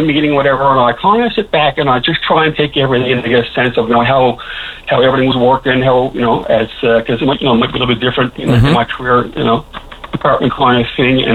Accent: Gander, Newfoundland and Labrador, Canada; I come from Wake and Gander

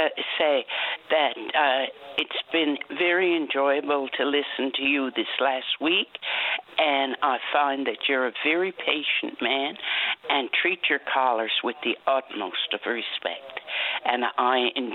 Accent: Newfoundland and Labrador, Canada; and I'm a Newfoundlander first, I fought with to be a British subject when I joined the forces, and I'll always be a British subject.

